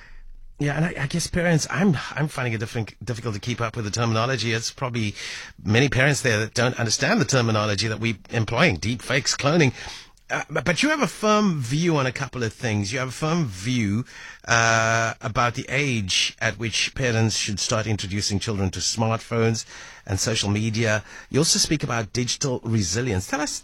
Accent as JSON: {"language": "English", "country": "South Africa", "said": "we as South African families"}